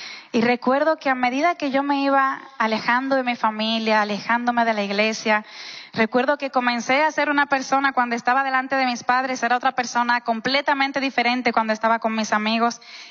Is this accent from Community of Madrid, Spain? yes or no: yes; Madrid, Community of Madrid, Spain; Yo me crié en España, en Madrid. Allí se encuentra casi toda la familia de parte de mi mamá.